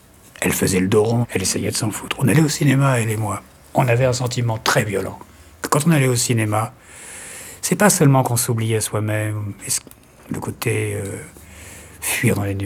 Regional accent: Paris, Île-de-France, France; born there; Moi, je suis né à Paris. Moi, tout mon imaginaire, toutes mes émotions, mon ancrage, moi qui ne crois pas à la terre, qui ne crois pas aux racines et qui trouve que c'est des conneries, tout ça.

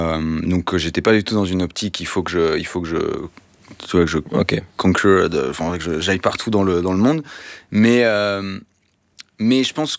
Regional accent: Vouvray, Centre-Val de Loire, France; moved away; also born or lived in Paris; J'ai grandi à Tours, dans un village qui s'appelle Vouvray

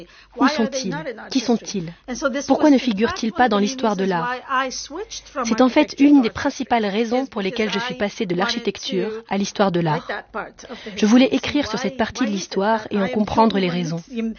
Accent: Iraq; J'étais toujours un peu surprise de constater que ma propre esthétique s'inspirait de ce que j'avais vu en grandissant en Irak.

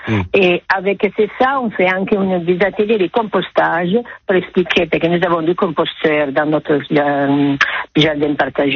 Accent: Italy; accent: Italian; French is a second language; now in Saint-Isidore, France; mon accent c'est italien

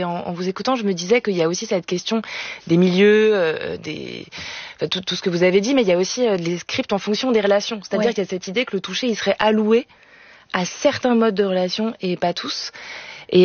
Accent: Grand Est, France; dans ma famille, on ne l'est pas du tout. On vient de Lorraine.

